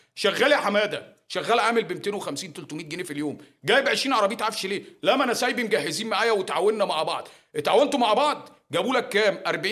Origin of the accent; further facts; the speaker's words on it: Alexandria, Alexandria Governorate, Egypt; accent: Alexandrian; أنا لهجتي كاسكندراني غير لهجة البورسعيدي